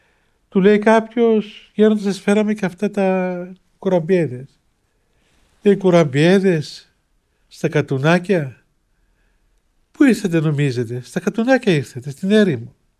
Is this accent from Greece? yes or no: no; Cyprus; εγώ είμαι Κύπριος, μόλις φτάνει από την Κύπρο και δεν το ξέρω, πού να σκεφτώ τίποτα άλλο